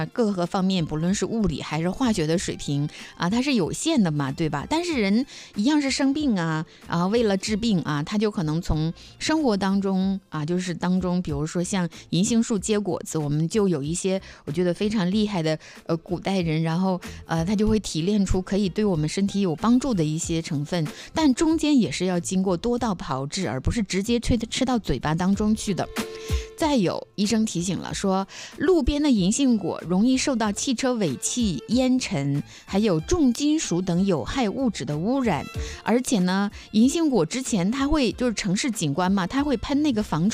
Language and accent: Chinese; Dalian, Liaoning, China; 我小的时候在大连，